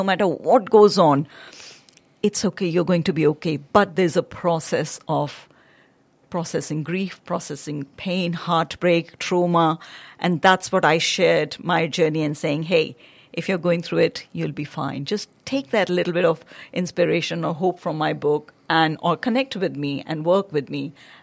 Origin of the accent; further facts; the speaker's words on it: India; and then gone through so many challenges growing up in India as a girl